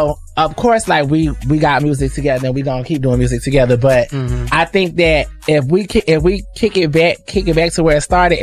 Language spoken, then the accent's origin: English; Florida, United States; it reminded me of growing up in Florida though